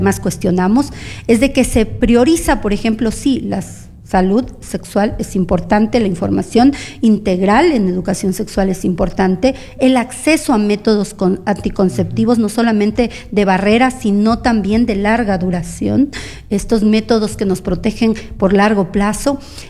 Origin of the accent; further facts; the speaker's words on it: Ecuador; Nosotros mismo, como Mujeres Ecuatorianas Organizadas, yo pertenezco a este colectivo, tenemos un fuerte contingente de mujeres ecuatorianas organizadas y organizaciones acá en Loja.